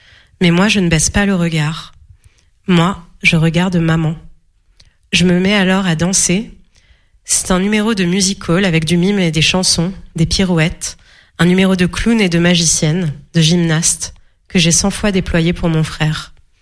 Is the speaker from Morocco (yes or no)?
yes; Morocco; now in France; quant au Maroc, effectivement, j'habite en France maintenant. Je retourne au Maroc très régulièrement, puisque toute ma famille vit au Maroc, mes parents, enfin, toute ma famille proche.